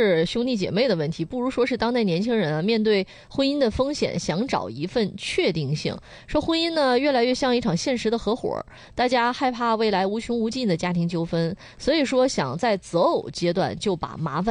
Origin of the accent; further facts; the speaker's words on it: Jinzhou, Liaoning, China; moved away; 尤其是我爷爷奶奶过世了之后，我觉得今年的春节我肯定就不会回锦州去过了，